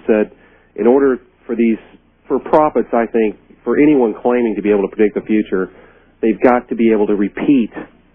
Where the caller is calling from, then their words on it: Tennessee, United States; in Tennessee.